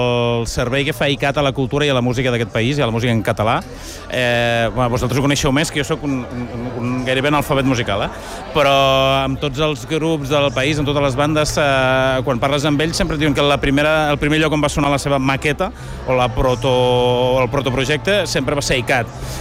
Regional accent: Lleida, Catalonia, Spain; com a bon lleidatà

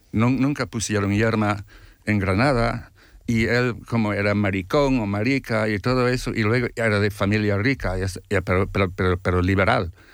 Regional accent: Ireland; yo soy, digamos, irlandés, un poco celta

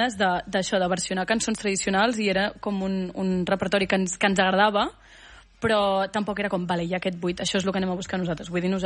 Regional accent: Barcelona, Catalonia, Spain

